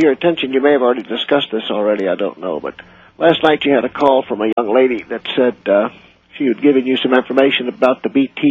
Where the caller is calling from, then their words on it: Houston, Texas, United States; I'm calling from Houston, Texas.